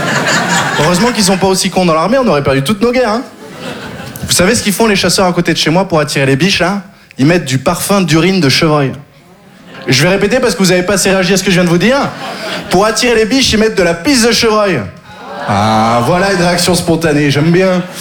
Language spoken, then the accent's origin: French; Occitanie, France; iens du sud, j'ai grandi dans le Gard. Le Gard, vous connaissez ?